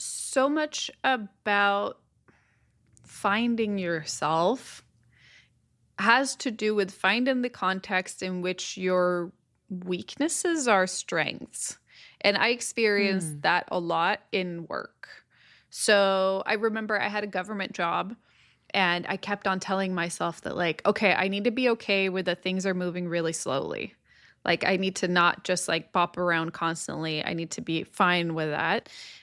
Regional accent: Stockholm, Stockholm County, Sweden; English is a second language; I am from Stockholm, Sweden, and my job is that I am an inventor and YouTuber.

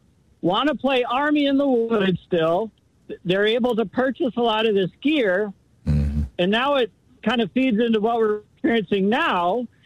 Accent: Miami, Florida, United States; So I am a Gen X, 50 years old. I was born in Miami, Florida, grew up there in the 80s. There were police around a lot because there's a lot of crime, drugs, all that stuff. It was a melting pot.

